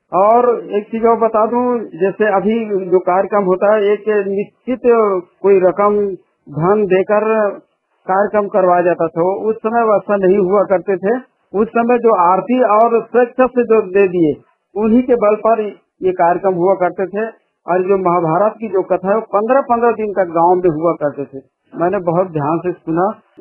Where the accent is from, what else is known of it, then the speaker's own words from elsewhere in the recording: Saloni, Chhattisgarh, India; जब 1970 में मैंने पहली बार उनका कार्यक्रम देखा मेरे गांव में सलोनी, ग्राम सलोनी जो खैरागढ़ के पास है